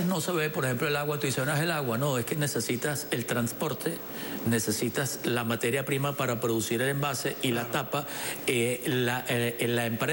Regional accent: Venezuela; lo grande que somos los venezolanos y el apoyo que nos damos a nosotros mismos

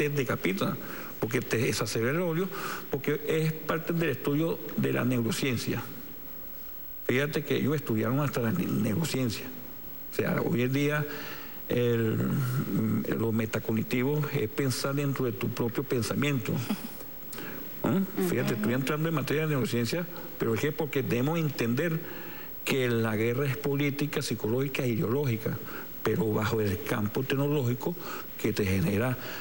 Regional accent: Venezuela; nosotros somos países caribeños, venezolanos, somos así, chicharracheros

